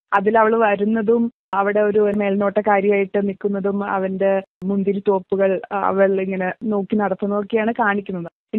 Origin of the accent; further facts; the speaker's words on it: Ernakulam, Kerala, India; ഞാൻ എറണാകുളം സ്വദേശിനിയാണ്.